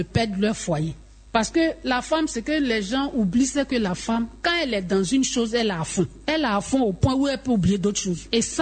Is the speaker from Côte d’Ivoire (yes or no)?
yes; Côte d’Ivoire; Parce que chez nous en Afrique ici, comme je le disais tantôt, surtout en Côte d'Ivoire ici, une femme qui est divorcée ou bien qui a perdu son mari